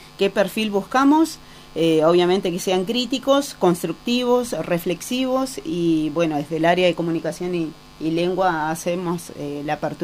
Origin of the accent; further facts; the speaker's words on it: Ingeniero Jacobacci, Río Negro, Argentina; ¿sí? Soy de Yacobasi, bueno, y hermana de Mario